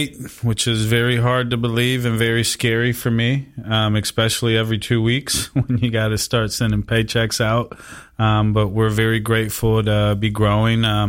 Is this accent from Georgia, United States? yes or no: yes; Atlanta, Georgia, United States; also born or lived in Miami; I mean, I'm originally from Miami, from South Florida. I grew up in Atlanta.